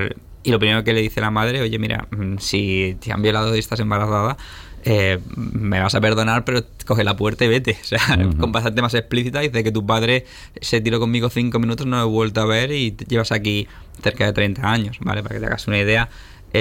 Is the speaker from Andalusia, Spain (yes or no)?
yes; Almería, Andalusia, Spain; also born or lived in Melilla; O sea, yo al final soy de Almería, lo poco, lo mucho que tengo, es me he criado aquí